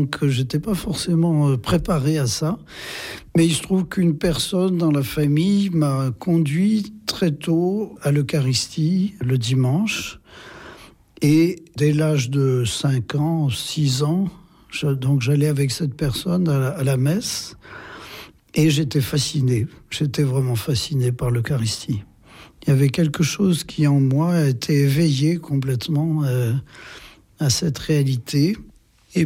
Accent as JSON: {"language": "French", "town": "Limoges", "region": "Nouvelle-Aquitaine", "country": "France", "tie": "born or raised there", "moved": "yes", "said": "Oui, je suis originaire du Limousin, de Limoges même, oui."}